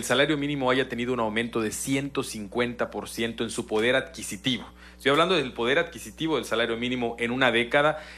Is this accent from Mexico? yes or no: yes; Mexico